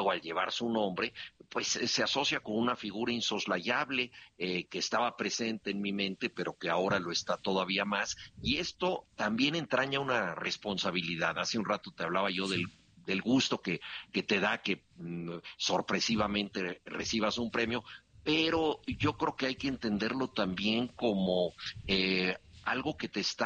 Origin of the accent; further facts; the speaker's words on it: Mexico City, Mexico; nuestra ciudad